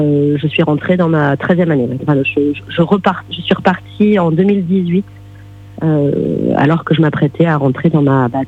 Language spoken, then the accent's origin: French; Grignols, Nouvelle-Aquitaine, France; moved away as an adult; also born or lived in Paris / New York; je suis périgourdine, pas de naissance, mais de cœur, puisque j'ai grandi à Grignoles, en Dordogne, à côté de Saint-Astier.